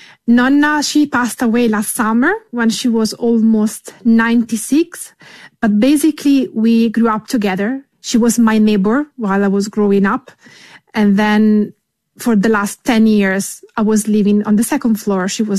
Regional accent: Colle di Val d'Elsa, Tuscany, Italy; I grew up in the same very house where now I live. And this is the house where my father was born and my grandmother was born. This is in Colle Valdelsa, which is about 1 hour from Florence and half an hour from Siena.

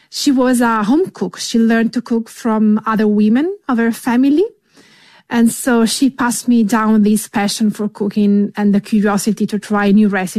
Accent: Colle di Val d'Elsa, Tuscany, Italy; I grew up in the same very house where now I live. And this is the house where my father was born and my grandmother was born. This is in Colle Valdelsa, which is about 1 hour from Florence and half an hour from Siena.

